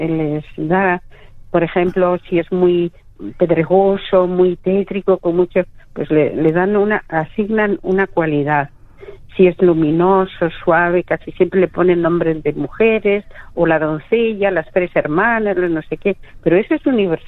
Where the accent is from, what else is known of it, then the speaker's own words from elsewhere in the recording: Toledo, Castilla-La Mancha, Spain; Eso sí, ellos, cuando le digo que soy de Toledo y eso, enseguida...